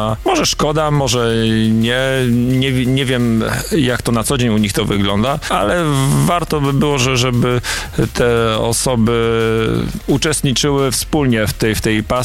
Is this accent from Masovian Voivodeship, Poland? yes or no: no; Słupca, Greater Poland Voivodeship, Poland; Flaga Słupcy i barwy Słupcy i to, że jesteśmy ze Słupcy i z powiatu słupackiego, choć nie tylko